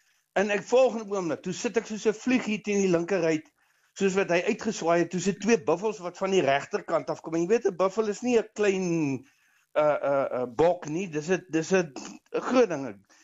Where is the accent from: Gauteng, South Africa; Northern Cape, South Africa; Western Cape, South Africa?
Western Cape, South Africa; Mossel Bay; moved away as an adult; also born or lived in Oudtshoorn; now in Limpopo, South Africa; Ek is op Mosselbaai gebore. In 1963 toe is dit wat ek die lig aanskou daarso. En ek het my skoolloopbaan in Mosselbaai in eers by 'n klein laerskooltjie Buffelfontein